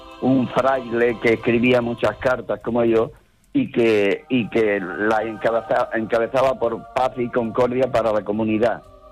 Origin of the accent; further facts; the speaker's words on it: Almería, Andalusia, Spain; now in Torrelavega, Spain; Sí, aunque soy de Almería.